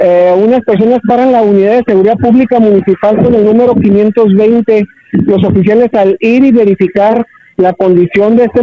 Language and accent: Spanish; Ciudad Juárez, Chihuahua, Mexico; De hecho, nosotros como norteños, como juarenses, nosotros podemos sobrevivir en cualquier parte de la República